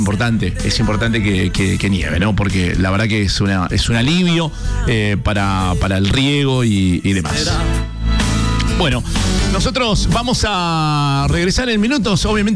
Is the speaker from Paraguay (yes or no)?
no; Mendoza, Argentina; para nosotros como mendocinos también es muy, pero muy importante. Una provincia agraria como la nuestra